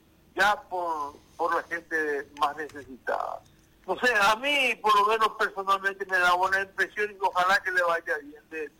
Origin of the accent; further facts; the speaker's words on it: Asunción, Paraguay; Esta ciudad donde yo nací, que tanto la quiero y que viví, donde viví casi toda mi vida, pero y muchos de nosotros que somos arrucenos, Asunción